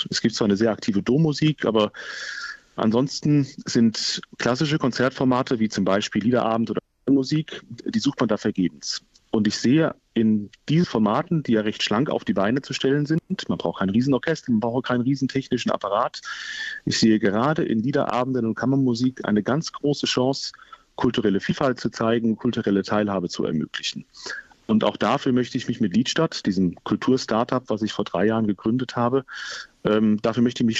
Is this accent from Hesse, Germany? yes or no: yes; Limburg, Hesse, Germany; Es ist immer was Besonderes, in Limburg zu sein. Ich bin da aufgewachsen, habe da musikalisch gehen gelernt.